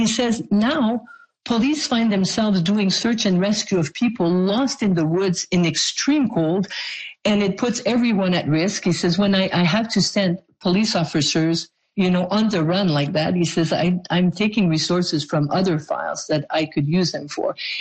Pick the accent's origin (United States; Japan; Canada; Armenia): Canada; born there; I was born in Canada.